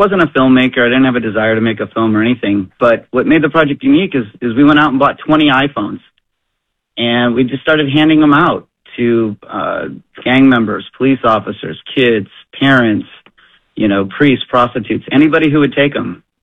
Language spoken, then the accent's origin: English; Plymouth, Michigan, United States; to bring it here to my home state and the home city of Plymouth